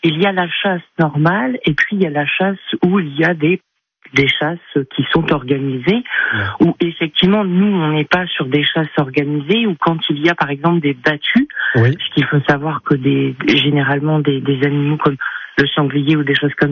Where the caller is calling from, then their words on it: France; Chez nous, à Mairey-Lessard